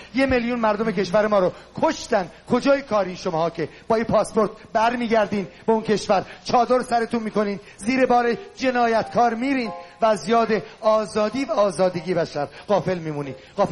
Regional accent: Iran; moved away

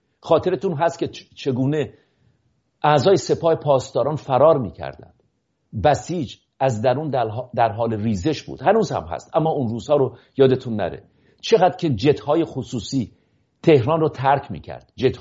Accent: Iran

